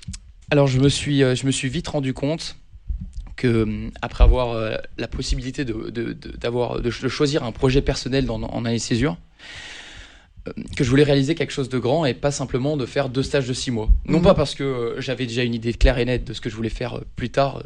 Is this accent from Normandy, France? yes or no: no; Aix-en-Provence, Provence-Alpes-Côte d'Azur, France; moved away as an adult; also born or lived in Marseille; now in Lyon, France; moi je suis né à Aix et je suis aixois et je suis resté assez longtemps en Provence. Donc, j'ai fait mon lycée à La Cordère à Marseille, puis j'ai fait une prépa à Aix-en-Provence à Vauvenargues